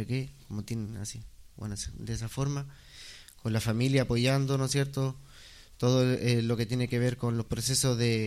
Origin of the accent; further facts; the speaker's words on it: Penco, Biobío, Chile; soy de aquí de Penco, soy criado aquí en este territorio, en los cerros, ¿no es cierto? En el Lauquén.